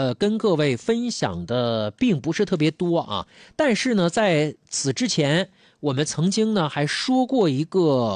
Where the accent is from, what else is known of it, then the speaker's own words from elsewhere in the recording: Harbin, Heilongjiang, China; now in Dalian, China; 我的家乡哈尔滨